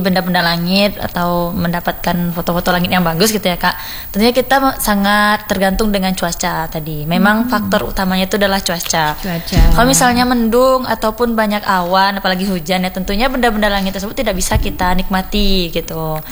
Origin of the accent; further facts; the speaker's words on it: Pariaman, West Sumatra, Indonesia; now in Padang, Indonesia; Tapi kalau di kampung saya, kita tuh bisa lihat bintang di Pariaman, Kak. Pariaman bagian pelosok. Nah, Pariaman Coret gitu kan. Ya, Pariaman Coretnya itulah.